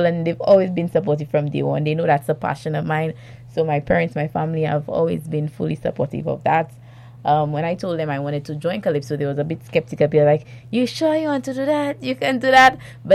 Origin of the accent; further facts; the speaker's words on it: Castries, St. Lucia; I am from Mondido.